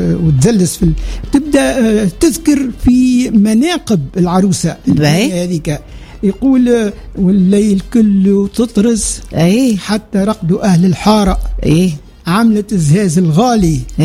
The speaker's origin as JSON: {"language": "Arabic", "country": "Tunisia"}